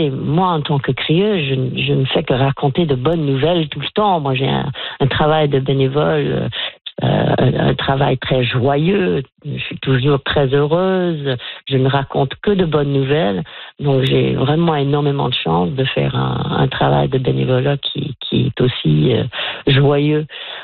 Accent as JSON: {"language": "French", "region": "Nova Scotia", "country": "Canada", "tie": "born there"}